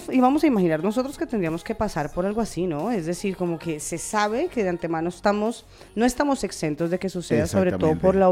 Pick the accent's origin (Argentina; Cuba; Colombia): Colombia; moved away; nosotros como colombianos